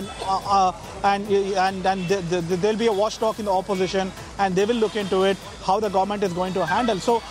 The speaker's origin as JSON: {"language": "English", "region": "Karnataka", "country": "India", "said": "I come from Karnataka"}